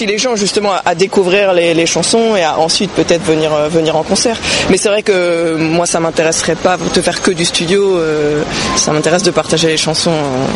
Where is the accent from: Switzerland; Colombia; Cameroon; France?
France; Cergy, Île-de-France; moved away as an adult; J'ai grandi à Cergy, en fait, jusqu'au bac